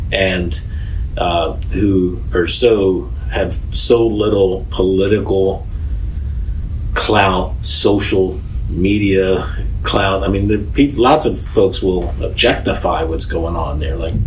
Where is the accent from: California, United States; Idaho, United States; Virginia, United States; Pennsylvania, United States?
Pennsylvania, United States; Philadelphia; when I was growing up on Howard Street